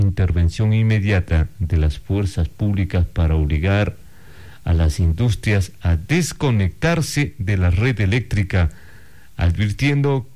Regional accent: Ecuador; lo que anhelamos como ecuatorianos es que nuestro país cambie de rumbo.

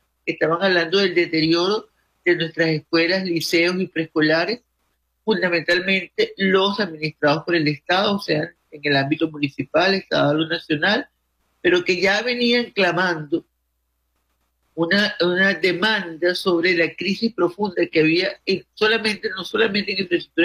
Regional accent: Venezuela; como país, como familia venezolana

